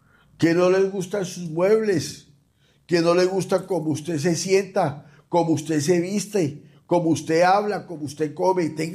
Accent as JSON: {"language": "Spanish", "country": "Mexico", "said": "no hace mucho llegó usted de mi tierra, de México."}